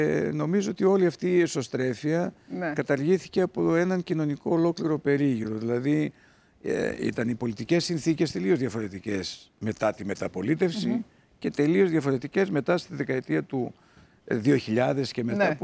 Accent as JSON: {"language": "Greek", "town": "Thessaloniki", "region": "Central Macedonia", "country": "Greece", "tie": "born or raised there", "said": "γιατί είμαι Θεσσαλονικιός."}